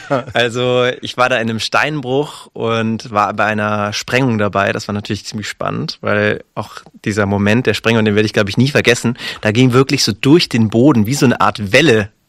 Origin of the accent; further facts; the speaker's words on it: Stuttgart, Baden-Württemberg, Germany; Ich komme ja aus Stuttgart.